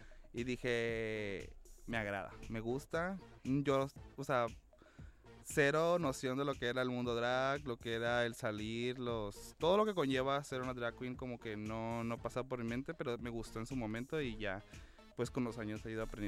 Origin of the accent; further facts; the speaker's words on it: Los Cabos, Baja California Sur, Mexico; also born or lived in La Paz; Yo soy de Los Cabos, pero viví en La Paz porque me fui a estudiar a la universidad allá.